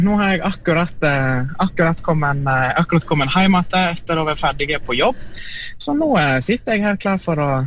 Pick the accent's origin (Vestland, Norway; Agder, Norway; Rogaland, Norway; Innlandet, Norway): Vestland, Norway; Solvorn; Jeg vokste opp i Solvorn, perla ved Lustrafjorden.